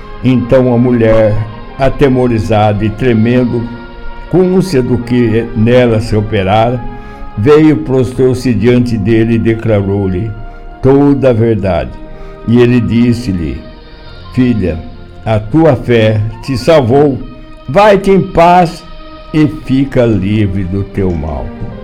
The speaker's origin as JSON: {"language": "Portuguese", "country": "Brazil", "said": "como a gente diz aqui no popular, aqui no Brasil"}